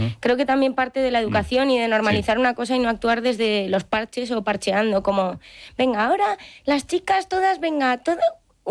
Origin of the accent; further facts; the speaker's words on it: Madrid, Community of Madrid, Spain; yo también que soy de Madrid y el feminismo pues en 2019-2018 era una locura